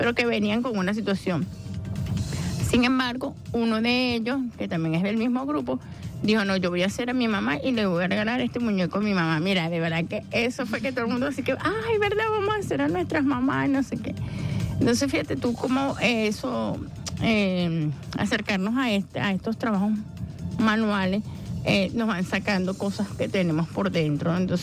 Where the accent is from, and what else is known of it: Venezuela